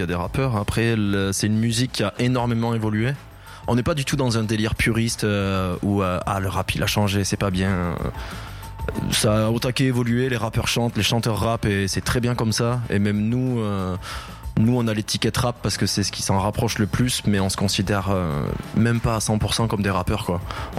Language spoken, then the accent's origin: French; Rodez, Occitanie, France; moved away as an adult; now in Toulouse, France; on a grandi dans une petite ville qui s'appelle Rodez. Pas très loin de Toulouse. On habite à Toulouse depuis une dizaine d'années, mais on a grandi quand même à Rodez. On a tous nos potes, nos familles, nos attaches là-bas. Et Rodez, c'est une petite ville